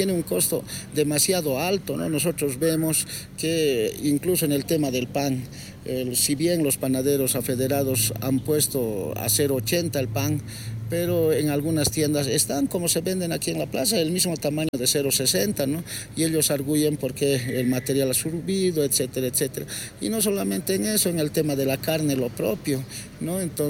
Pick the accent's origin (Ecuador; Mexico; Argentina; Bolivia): Bolivia; Como ciudadanos bolivianos lo hemos hecho ya nosotros